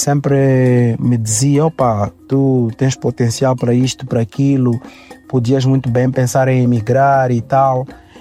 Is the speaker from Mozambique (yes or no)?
yes; Maputo, Mozambique; moved away; Eu sou da Zona Sul, concretamente na província de Maputo.